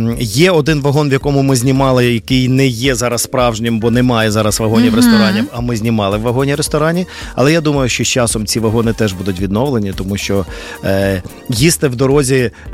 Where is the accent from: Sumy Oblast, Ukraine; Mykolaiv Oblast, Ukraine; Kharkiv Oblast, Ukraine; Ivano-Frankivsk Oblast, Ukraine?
Ivano-Frankivsk Oblast, Ukraine; Ivano-Frankivsk; тому що я виріс в Івано-Франківську